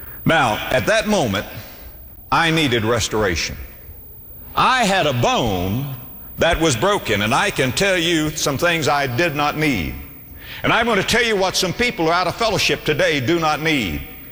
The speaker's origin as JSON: {"language": "English", "region": "Florida", "country": "United States", "tie": "born or raised there"}